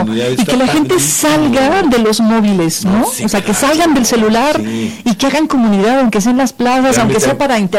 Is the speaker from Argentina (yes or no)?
no; Mexico